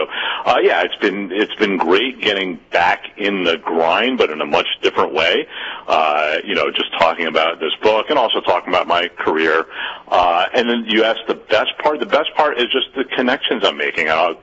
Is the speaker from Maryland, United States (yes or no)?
no; New Jersey, United States; my hometown in New Jersey